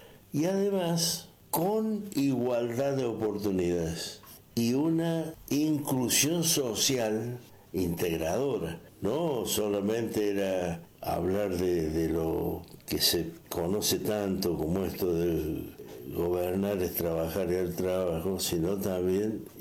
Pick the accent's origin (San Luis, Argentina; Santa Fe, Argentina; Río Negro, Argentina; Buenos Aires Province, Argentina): San Luis, Argentina; San Francisco del Monte de Oro; born there; Nací en San Francisco del Monte de Oro, que está ubicado en el norte de la provincia de San Luis, en el departamento de Ayacucho.